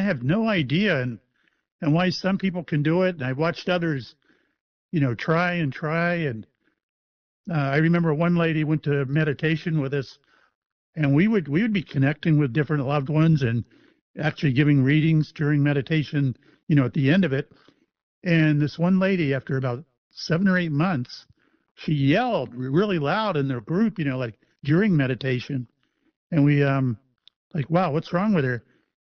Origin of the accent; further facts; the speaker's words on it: Mayport, Florida, United States; I was on the Shangri-La out of my hometown of Mayport, where I live.